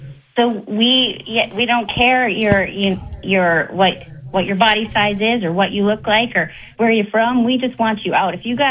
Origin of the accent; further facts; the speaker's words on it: Linton, North Dakota, United States; Well, I grew up in Linton.